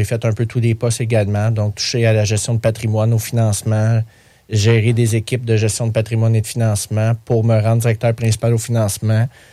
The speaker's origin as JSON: {"language": "French", "town": "Chambly", "region": "Quebec", "country": "Canada", "tie": "born there", "lives_now": "Lac-Brome, Canada", "said": "Je viens d'arriver sud de Montréal. Donc, je suis né à Chambly. Et depuis déjà, je pense, 7-8 ans, je suis en Estrie, donc actuellement au lac Brome."}